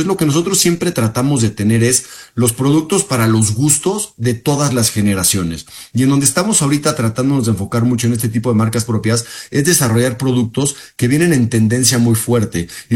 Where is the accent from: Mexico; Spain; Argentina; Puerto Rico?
Mexico; yo soy apasionado de nuestro país, apasionado de México